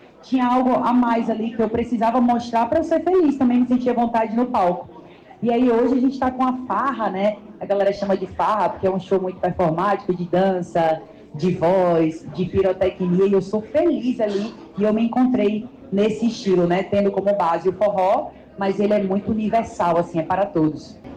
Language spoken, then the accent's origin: Portuguese; Pernambuco, Brazil; sou pernambucana, né? Eu sou daqui de Pernambuco